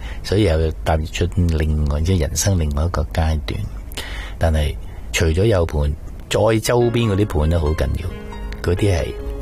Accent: Guangdong, China; 咁我哋广东人有啲好多广东式嘅独字嘅发音嘅

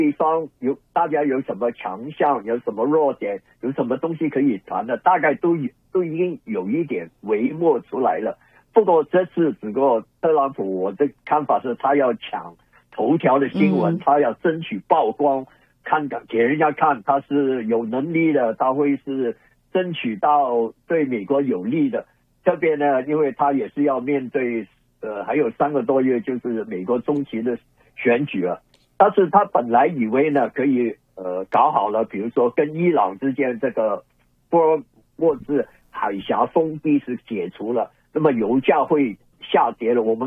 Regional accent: Canada; 我们加拿大人

